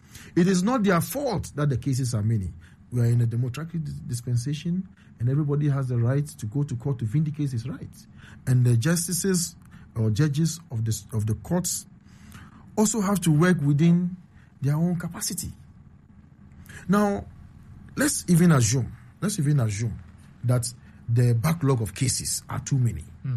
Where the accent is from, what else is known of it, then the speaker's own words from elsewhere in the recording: Nima, Greater Accra, Ghana; As a little boy growing up in Nima, I remember we had what we call the PDCs, People Defense Committees.